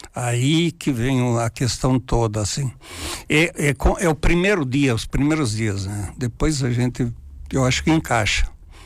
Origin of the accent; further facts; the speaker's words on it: Carlos Barbosa, Rio Grande do Sul, Brazil; lá no meu bairro, lá que era Ponte Seca, né?